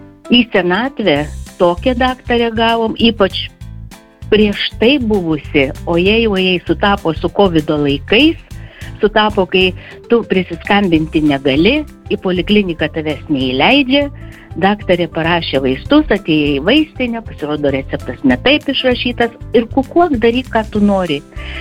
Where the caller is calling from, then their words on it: Vilnius, Vilnius County, Lithuania; esu Vilnietė, Vilniuje gyvenu